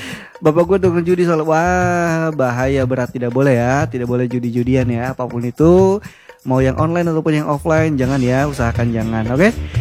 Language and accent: Indonesian; Sorong, Southwest Papua, Indonesia; born there; Kebetulan saya juga kelahiran Sorong ya, kelahiran Papua Barat Daya, tapi dulu masih Papua Barat ya, belum Papua Barat Daya.